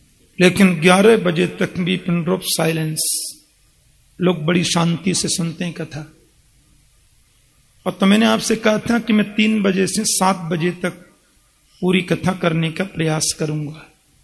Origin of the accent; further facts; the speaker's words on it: Braj, India; मूलतः ब्रजवासी होने के नाते ये तो मेरा धर्म बनता है।